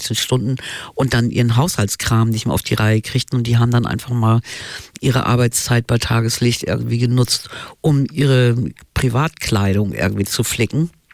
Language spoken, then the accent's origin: German; Hamburg, Germany; born there